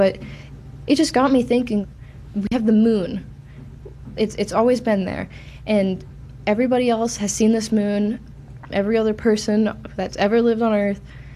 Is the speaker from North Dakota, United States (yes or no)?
no; Newport, Rhode Island, United States; I'm 17, and I'm from Newport, Rhode Island.